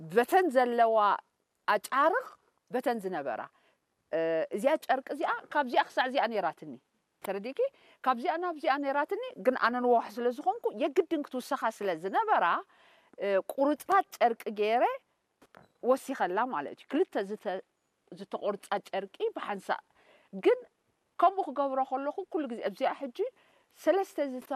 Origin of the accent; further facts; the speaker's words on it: Asmara, Maekel, Eritrea; also born or lived in Geza Kenisha, Asmara; now in Germany; ኣብ ገዛ ኸንሻ ተወሊደ ኣብ ገዛ ማንዳ ዓብየ ብትሽዑ ዝነበረ ኩነታት ብ77 ብሱዳን ገይረ ብካልእ ዓዲ ኮለል ኢለ ንዴንማርክ